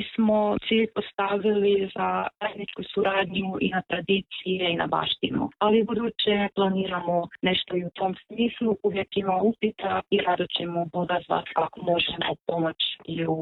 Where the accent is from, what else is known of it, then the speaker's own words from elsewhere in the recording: Tótszerdahely, Zala, Hungary; now in Prelog, Croatia; rodom sam iz Serdahelja, živim u Prelogu